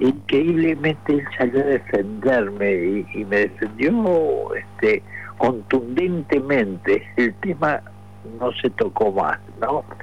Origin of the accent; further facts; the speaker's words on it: Casupá, Florida, Uruguay; Yo soy de Casupá … comisionista.